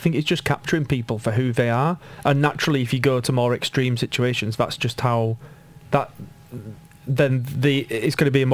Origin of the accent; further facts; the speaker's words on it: Wakefield, Yorkshire and the Humber, United Kingdom; I'm from Wakefield, it's the rhubarb triangle.